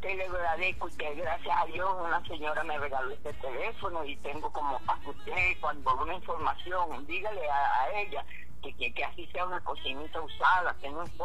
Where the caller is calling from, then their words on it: Venezuela; De aquí, del Rosario.